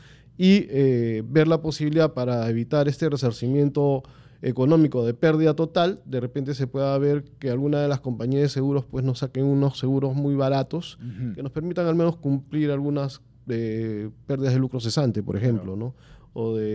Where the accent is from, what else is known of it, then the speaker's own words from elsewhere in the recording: Peru; nosotros como peruanos